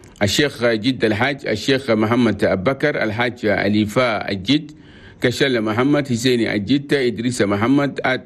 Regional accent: Chad

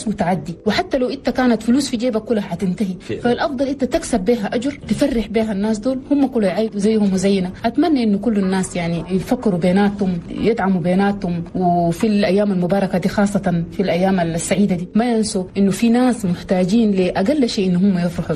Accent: Chad; دائما نتفكر الجانب الإيجابي لنا نحن كمجتمع تشادي

